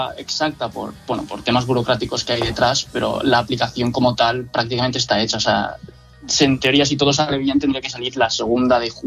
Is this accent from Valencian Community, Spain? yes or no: yes; Alcoy, Valencian Community, Spain